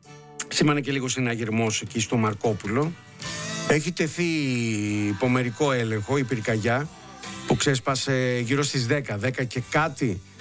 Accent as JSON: {"language": "Greek", "region": "Peloponnese", "country": "Greece", "tie": "born there", "said": "και ένας στο Γήθιο, εκεί, στην ιδιαίτερη πατρίδα μου ουσιαστικά, Λάκωνες είμαστε όλοι."}